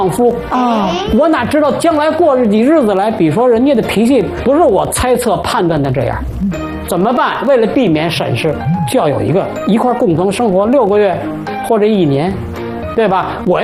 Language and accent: Chinese; Beijing, China; 咱老北京的话